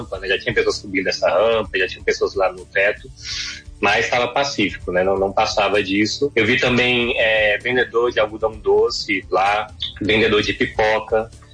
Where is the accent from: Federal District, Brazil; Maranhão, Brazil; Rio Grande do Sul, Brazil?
Federal District, Brazil; Brasília; Sim, então eu sou de Brasília mesmo, né?